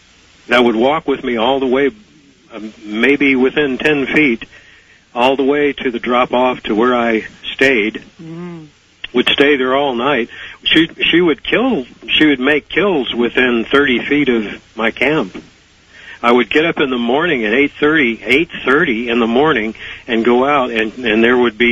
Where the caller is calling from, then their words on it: California, United States; calling from the Northern Sierra.